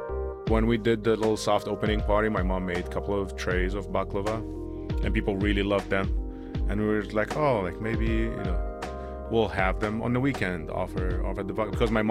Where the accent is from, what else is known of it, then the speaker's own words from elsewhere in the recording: Syria; So the owner is from Vietnam and we're from Syria. We grew up drinking Turkish coffee.